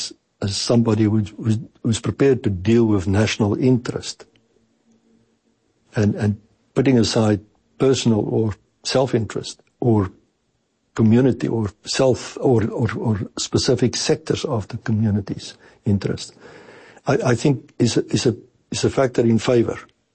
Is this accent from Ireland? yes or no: no; South Africa; I mean, I'm an Afrikaner from South Africa myself, and I can say that I've never experienced something of that kind.